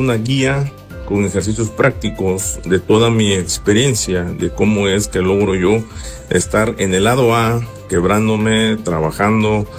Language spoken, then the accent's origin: Spanish; Tlapa de Comonfort, Guerrero, Mexico; Yo soy del municipio de Tlapa de Comonfort, Guerrero. Aquí tienen su casa, donde vivimos una infancia muy feliz.